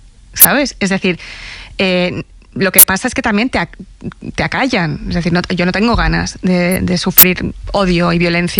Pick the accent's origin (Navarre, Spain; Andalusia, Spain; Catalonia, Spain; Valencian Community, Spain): Catalonia, Spain; Barcelona; moved away as an adult; also born or lived in Buenos Aires; now in Madrid, Spain; yo, por más que nací en Buenos Aires, he crecido en Barcelona prácticamente toda mi vida hasta que me vine aquí a Madrid.